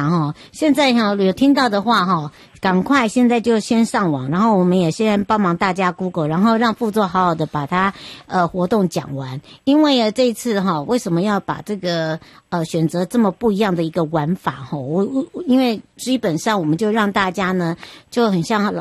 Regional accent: Yuli, Hualien County, Taiwan; moved away; 玉里的话就跟我一样哈，回到我们的家乡，我们就漫游漫游，慢慢的去看看我的故乡多么可爱美丽。

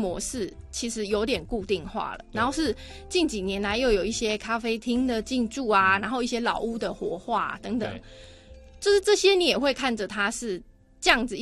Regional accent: Chiayi, Chiayi City, Taiwan; 没有啦就是虽然我其实是在嘉义长大，我是在地的嘉义人，然后大学也是念嘉义大学

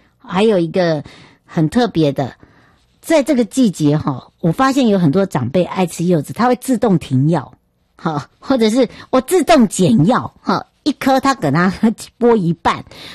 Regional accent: Taiwan; moved away; 要回到我的故乡花东纵谷

